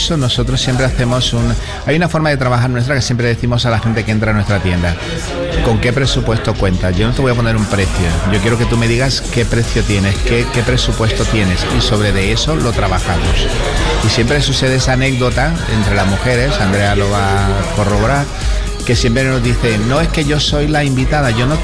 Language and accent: Spanish; Mexico; moved away; Yo soy mexicano. Entonces he traído mi cultura